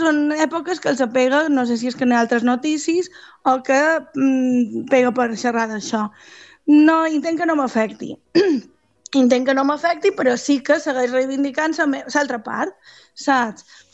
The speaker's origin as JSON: {"language": "Catalan", "town": "Magaluf", "region": "Balearic Islands", "country": "Spain", "tie": "born or raised there", "said": "Jo vaig visc a Magaluf des dels 3 anys, o sigui, tota la vida d'aquí, i el meu fill ha nascut aquí i tots som de Magaluf, però a més tots ho reivindicam molt."}